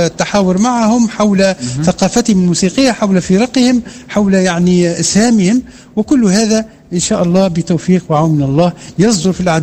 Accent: Tunisia; أنا ابن هذه المدينة وأنا ابن تونس

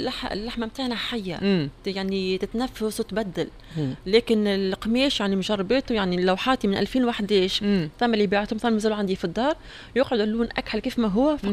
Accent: Tunisia; وانا من تونس

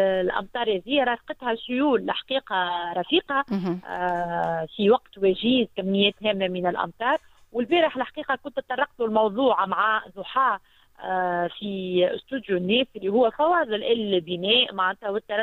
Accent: Tunisia

